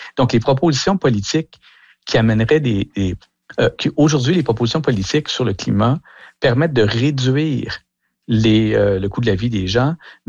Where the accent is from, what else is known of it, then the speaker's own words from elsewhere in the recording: Canada; chez nous au Canada